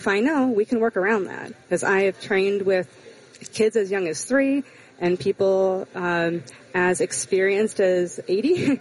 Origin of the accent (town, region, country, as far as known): Bolingbrook, Illinois, United States; born or raised there; moved away as an adult